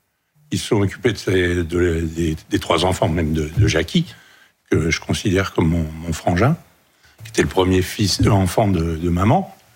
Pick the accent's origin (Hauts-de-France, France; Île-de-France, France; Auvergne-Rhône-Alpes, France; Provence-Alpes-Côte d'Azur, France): Île-de-France, France; Neuilly-sur-Seine; born there; also born or lived in Paris; Et puis après, on est arrivé à Neuilly